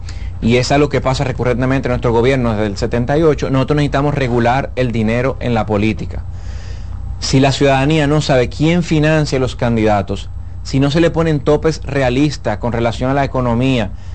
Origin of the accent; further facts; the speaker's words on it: Dominican Republic; nosotros como dominicanos